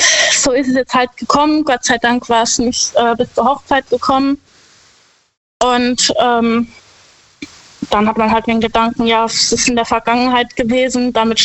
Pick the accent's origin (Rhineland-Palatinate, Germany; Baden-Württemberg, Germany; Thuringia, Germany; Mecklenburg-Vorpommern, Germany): Rhineland-Palatinate, Germany; Herxheim; Ich komme aus Herxheim bei Landau.